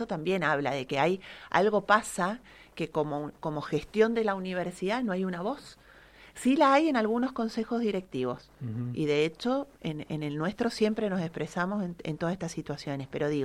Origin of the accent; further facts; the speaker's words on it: Argentina; nuestra historia como argentinos y argentinas